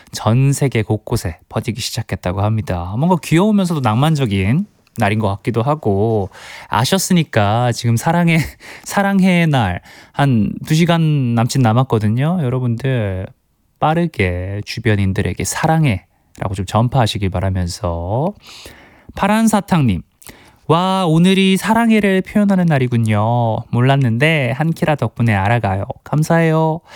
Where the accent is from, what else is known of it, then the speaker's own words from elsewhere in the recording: Gyeongsang, South Korea; 저도 또 경상도 출신 아니겠어요.